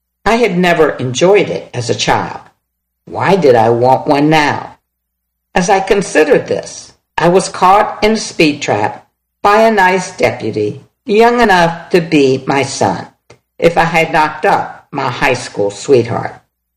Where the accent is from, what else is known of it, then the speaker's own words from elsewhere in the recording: Kentucky, United States; told him I was from Kentucky.